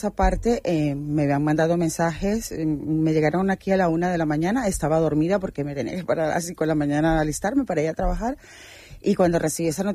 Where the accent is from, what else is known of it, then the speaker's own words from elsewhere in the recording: Maturín, Monagas, Venezuela; moved away as an adult; now in Spain; en mi tierra, en Maturín, en Monagas